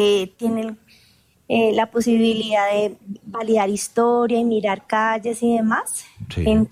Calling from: Bogotá, Colombia; Desde Colombia, Bogotá

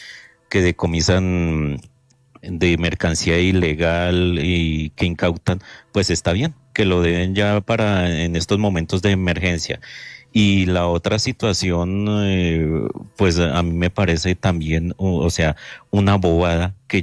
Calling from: Bogotá, Colombia; Aquí desde Fontibón, Bogotá.

